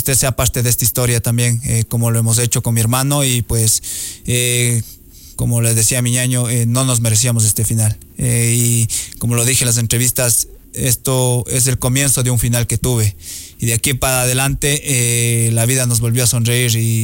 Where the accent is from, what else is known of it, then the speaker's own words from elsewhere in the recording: Baños de Agua Santa, Tungurahua, Ecuador; soy de Baños de Agua Santa para el mundo, eso no lo tengan duda, que donde quiera que voy lo digo, soy de Baños, y me gusta ser un embajador de mi ciudad